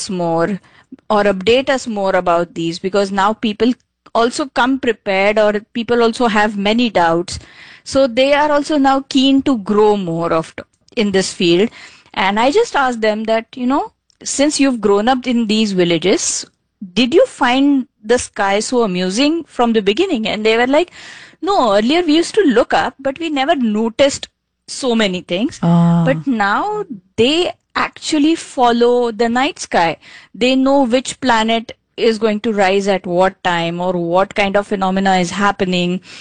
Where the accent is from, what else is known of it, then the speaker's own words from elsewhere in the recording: Mumbai, Maharashtra, India; being a city girl, I'm born and brought up in Mumbai.